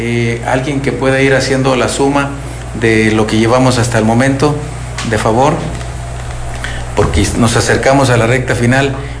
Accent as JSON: {"language": "Spanish", "country": "Mexico"}